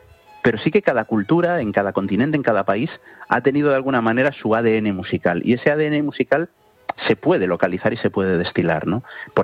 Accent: Galicia, Spain; Yo que soy gallego

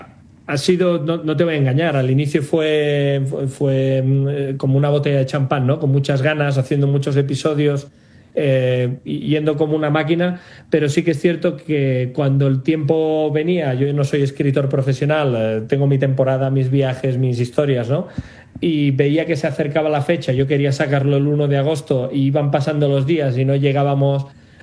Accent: Sabadell, Catalonia, Spain; Yo soy natural de Sabadell, Barcelona.

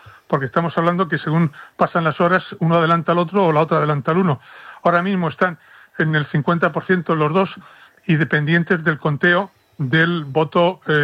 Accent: Spain; A ti y a mí, que somos españoles, nos cuesta trabajo seguir la trama endiablada de esta corrupción enorme

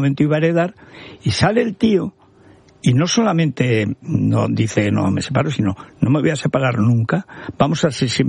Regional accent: Teruel, Aragon, Spain; Y yo, que eso, no soy nada noruego, porque en Teruel somos pocos noruegos.

